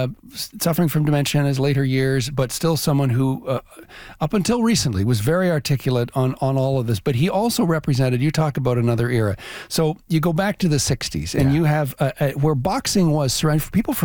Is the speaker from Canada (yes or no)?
yes; Toronto, Ontario, Canada; Well, yeah, and because I grew up in Toronto, and he was always on the scene.